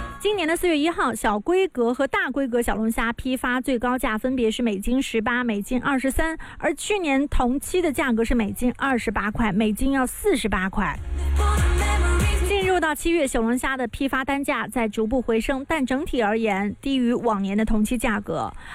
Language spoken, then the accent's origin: Chinese; Guangdong, China